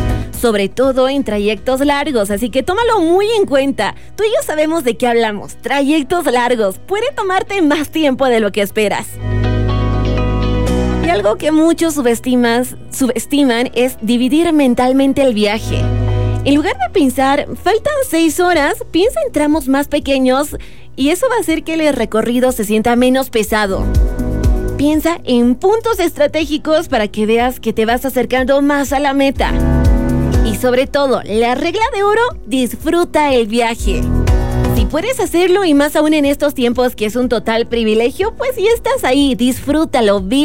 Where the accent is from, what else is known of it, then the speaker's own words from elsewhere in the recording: Bolivia; para los que somos de Bolivia